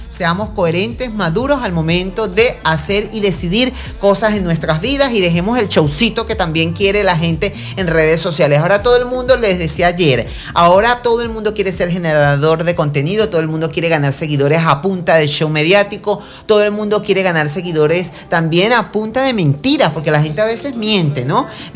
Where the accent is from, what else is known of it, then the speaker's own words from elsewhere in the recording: Venezuela; Uno como venezolano le encanta el chisme.